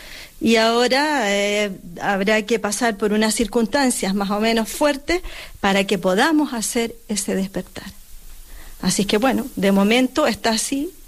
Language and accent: Spanish; Chile; soy chilena.